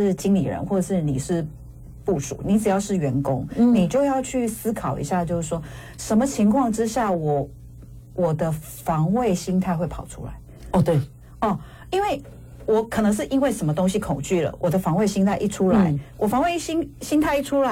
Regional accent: Taiwan; now in Arizona, United States; 因为我是台湾人嘛

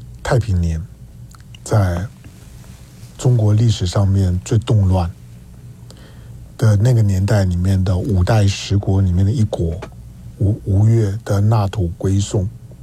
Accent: Taiwan; 我们是土生土长在台湾的这一代，不管我们的中国情怀、中华情怀有多么的浓烈

